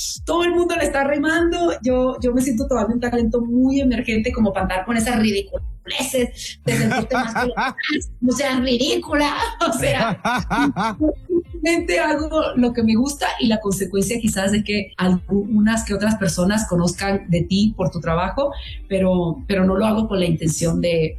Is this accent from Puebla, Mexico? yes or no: no; Chihuahua, Mexico; born there; Yo nací en Chihuahua, o sea, venga para acá.